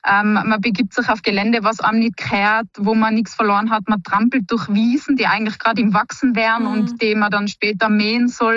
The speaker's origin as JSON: {"language": "German", "town": "Außerfern", "region": "Tyrol", "country": "Austria", "said": "Bei uns in Außerfern zum Beispiel während Corona"}